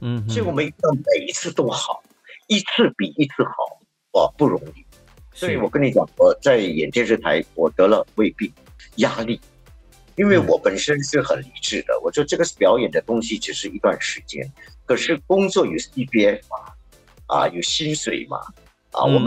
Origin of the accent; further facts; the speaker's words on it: Singapore; 我们新加坡人吃在富靠达吃东西以后，我们要把那个盘送回去